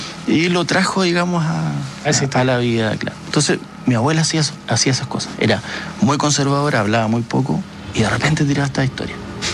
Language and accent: Spanish; Magallanes and Chilean Antarctica, Chile